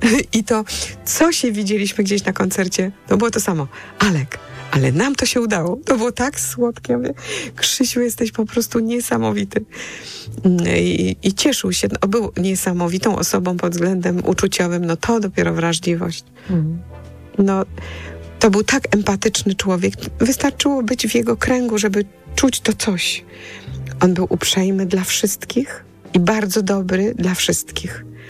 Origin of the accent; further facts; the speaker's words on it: Poznań, Greater Poland Voivodeship, Poland; my z Poznania jesteśmy